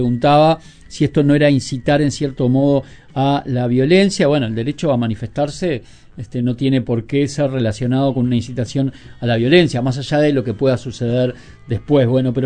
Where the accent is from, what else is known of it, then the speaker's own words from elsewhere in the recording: Uruguay; Y eso que mi yo también me siento un inglés atrapado en el cuerpo de un uruguayo, pero culturalmente por lo que me gusta el rock británico.